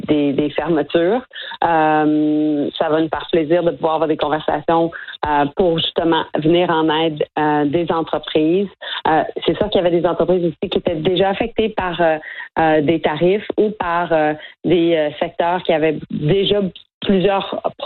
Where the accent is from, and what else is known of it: Canada